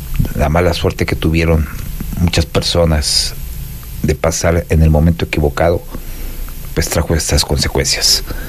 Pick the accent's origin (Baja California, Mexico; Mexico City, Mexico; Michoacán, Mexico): Michoacán, Mexico; Zitácuaro; cómo me duele mi Zitácuaro, mi terruño